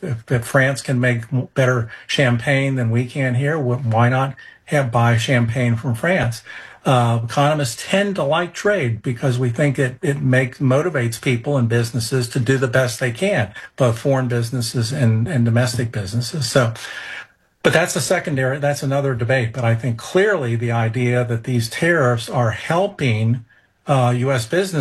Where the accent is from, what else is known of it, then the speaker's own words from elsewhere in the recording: Ohio, United States; now in North Carolina, United States; My home state of Ohio